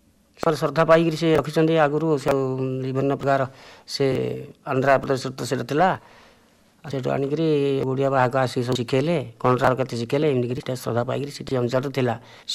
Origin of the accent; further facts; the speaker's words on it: Mundapota, Odisha, India; ମୁଣ୍ଡପୋତା।